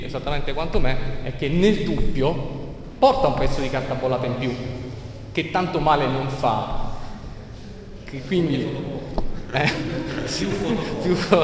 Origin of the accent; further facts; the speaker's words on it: Sicily, Italy; sono siciliano